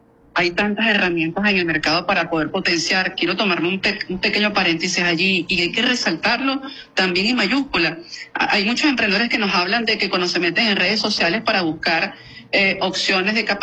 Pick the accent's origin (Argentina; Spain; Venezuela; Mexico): Venezuela